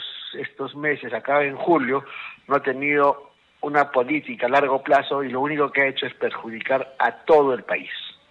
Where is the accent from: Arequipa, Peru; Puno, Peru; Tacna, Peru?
Arequipa, Peru; Yo soy acá de Arequipa, vivo acá, trabajo acá.